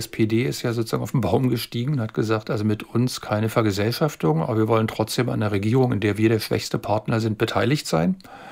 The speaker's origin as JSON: {"language": "German", "region": "Berlin", "country": "Germany", "tie": "born or raised there", "said": "ich bin ja wirklich in Berlin aufgewachsen, ist meine Heimat. Ich war zwischendurch 10 Jahre weg, bin dann nie wieder zurückgekommen."}